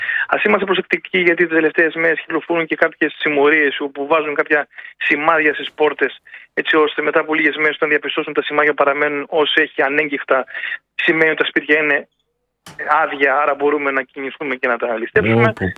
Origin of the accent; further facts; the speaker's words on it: Samos, North Aegean, Greece; Τον Αύγουστο θα μεταβώ κι εγώ στην ιδιαίτερη πατρίδα μου, τη Σάμου, το νησί μου